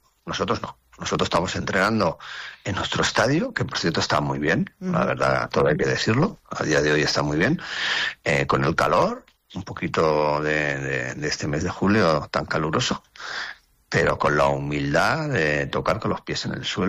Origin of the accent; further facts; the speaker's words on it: Catalonia, Spain; now in Tarragona, Spain; Mira, yo soy catalán, ¿vale? Yo soy catalán y vivo en Tarragona, que es Cataluña, ¿no?